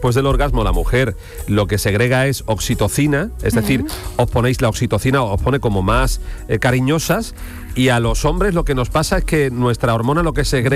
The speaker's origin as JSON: {"language": "Spanish", "town": "Jerez de la Frontera", "region": "Andalusia", "country": "Spain", "said": "Es verdad que una vez llevé vinagre, vinagre de Jerez, de mi tierra."}